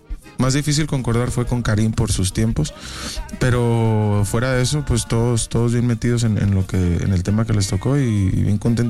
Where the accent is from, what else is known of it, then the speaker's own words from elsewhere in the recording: Tijuana, Baja California, Mexico; yo soy de Tijuana.